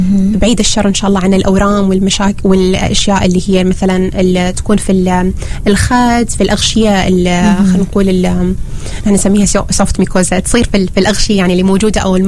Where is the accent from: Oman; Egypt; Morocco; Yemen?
Oman; إحنا عندنا في عمان عمليات الجراحة الفك جراحة الوجه والفكين